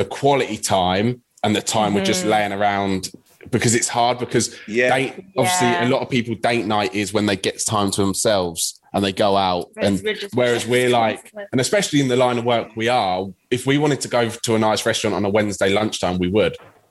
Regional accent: England, United Kingdom; although it was a little bit difficult because Paige is Scottish and I'm English, eh?

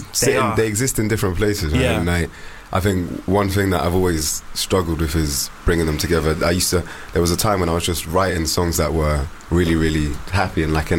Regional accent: London, United Kingdom; obviously I'm from West.

